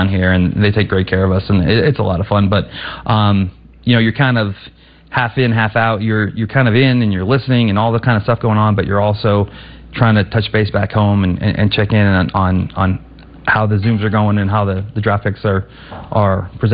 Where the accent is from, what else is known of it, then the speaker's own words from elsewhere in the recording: Pennsylvania, United States; And I'm from Pennsylvania.